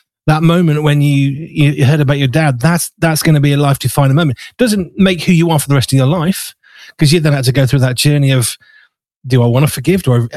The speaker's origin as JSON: {"language": "English", "town": "Wolverhampton", "region": "West Midlands", "country": "United Kingdom", "tie": "born or raised there", "said": "I grew up in Wolverhampton."}